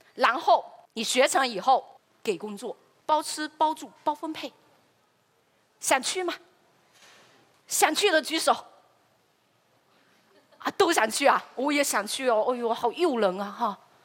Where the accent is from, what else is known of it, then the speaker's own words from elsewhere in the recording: Fuzhou, Fujian, China; 我们福州人